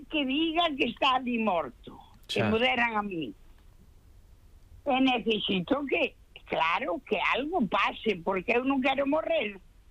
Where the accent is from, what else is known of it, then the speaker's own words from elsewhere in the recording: Santiago de Compostela, Galicia, Spain; somos de Santiago, traballamos...